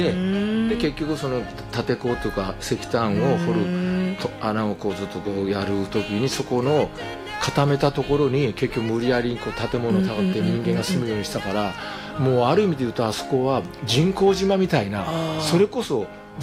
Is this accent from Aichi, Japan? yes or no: no; Takashima, Nagasaki, Japan; now in Yamato, Japan; 長崎ってもあの長崎市内じゃなくて離島。